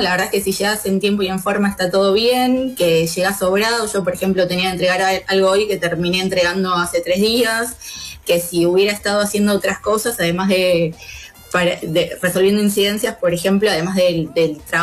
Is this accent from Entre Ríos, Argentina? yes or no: no; La Lucila, Buenos Aires Province, Argentina; moved away; also born or lived in Martínez; Nací en Buenos Aires, pero soy de toda la vida de la Lucila y de Martínez.